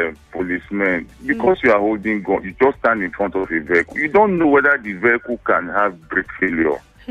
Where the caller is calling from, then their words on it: Edo, Nigeria; I am from Edo State